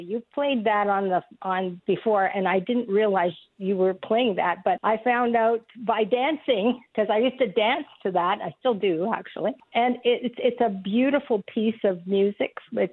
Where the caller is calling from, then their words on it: Toronto, Ontario, Canada; I'm phoning in from Toronto.